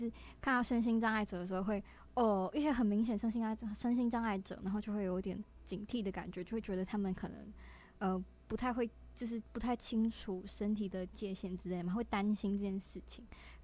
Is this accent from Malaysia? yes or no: yes; Malaysia; now in Taiwan; 我是马来西亚的。